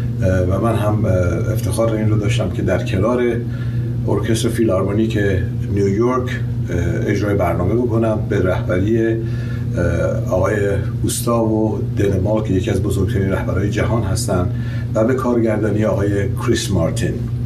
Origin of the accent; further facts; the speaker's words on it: Iran; به عنوان یک ایرانی